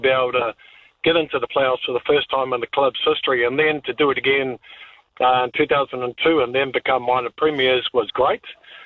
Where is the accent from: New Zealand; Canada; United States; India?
New Zealand; But, you know, for us as Kiwi players, we just sort of focused on us.